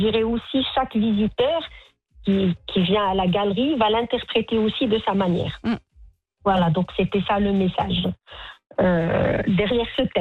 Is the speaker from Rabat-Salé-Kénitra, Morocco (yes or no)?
yes; Rabat, Rabat-Salé-Kénitra, Morocco; je suis marocaine